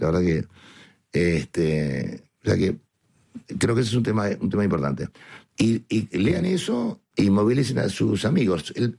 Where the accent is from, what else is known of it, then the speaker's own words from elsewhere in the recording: Argentina; somos una radio muy pequeña, muy pequeña. Entonces, es una ventana al mundo. Y siendo, Argentina no está acá al lado como está España. Estamos un poquito más lejos.